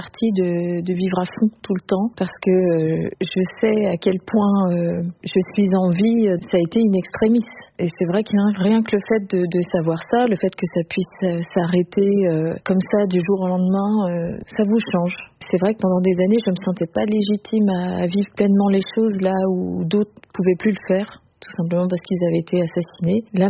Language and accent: French; Auvergne-Rhône-Alpes, France; comme je suis des Hauts-de-Savoie